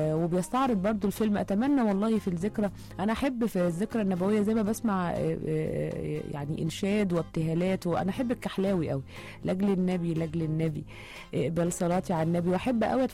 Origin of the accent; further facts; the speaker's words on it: Egypt; فتبني معاه شخصيتك كمصري ثم كعربي